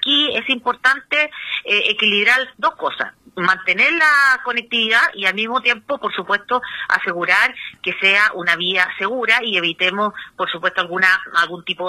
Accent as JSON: {"language": "Spanish", "country": "Chile"}